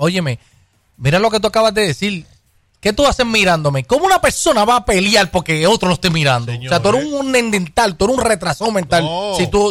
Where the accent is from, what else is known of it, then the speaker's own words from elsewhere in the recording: Puerto Rico; yo soy puertorriqueño. Quiero disfrutar de mi cultura.